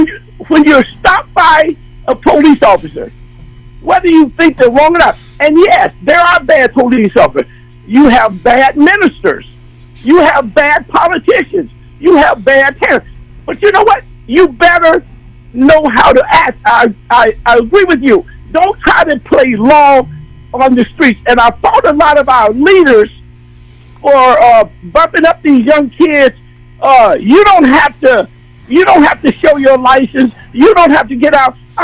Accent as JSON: {"language": "English", "region": "Arkansas", "country": "United States", "tie": "born or raised there", "said": "I'm 73. I grew up in Arkansas."}